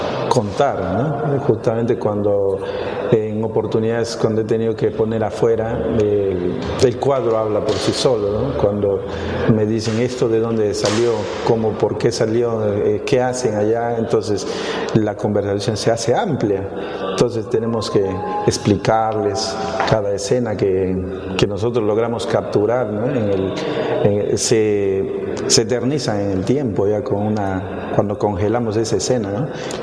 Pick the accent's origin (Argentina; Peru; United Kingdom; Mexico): Peru; Iquitos, Loreto; moved away as an adult; now in San Martín, Peru; soy de natural de Iquitos, y estamos, bueno, viviendo en San Martín desde el 2019, exactamente. Así que estamos ya radicando acá